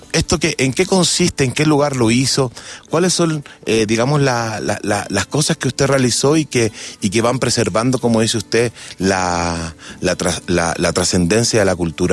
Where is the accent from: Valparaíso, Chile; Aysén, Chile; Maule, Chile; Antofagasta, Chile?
Antofagasta, Chile; Calama; yo soy de Calama